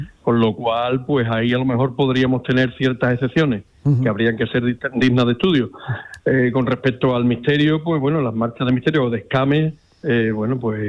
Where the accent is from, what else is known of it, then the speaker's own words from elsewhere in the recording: Jerez de la Frontera, Andalusia, Spain; also born or lived in Seville; Soy sevillano de nacimiento, hermano de la hermandad de la Iniesta de toda mi vida, y jerezano de adopción, vivo aquí desde prácticamente desde que nací